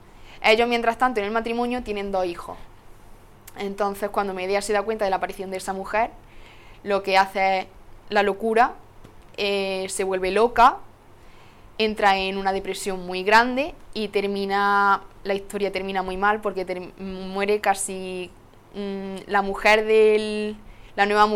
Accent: Castellar, Andalusia, Spain; born or raised there

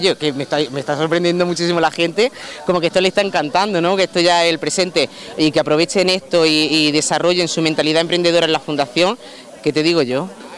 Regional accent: Villacarrillo, Andalusia, Spain; born there; moved away as an adult; yo estuve muchos años fuera, volví a mi tierra, a mis raíces, con mi familia, y donde tengo mi trabajo

